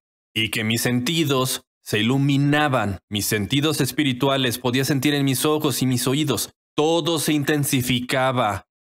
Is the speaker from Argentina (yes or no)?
no; South Africa; soy de Sudáfrica, así que solo asistía en línea.